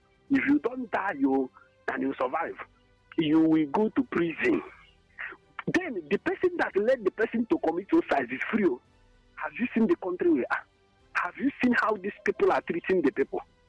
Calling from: Enugu, Enugu State, Nigeria; I'm calling from Enugu.

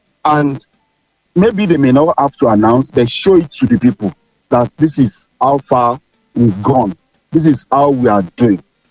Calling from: Nigeria; I'm calling from Olodun.

